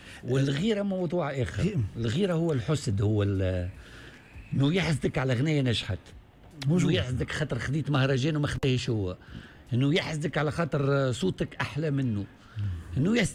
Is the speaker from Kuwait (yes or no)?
no; Djerba, Medenine, Tunisia; خلينا نبدأ بالجربي ساعة ما دامني أنا جربي نشدك لأني في الكوام متاع الجربي.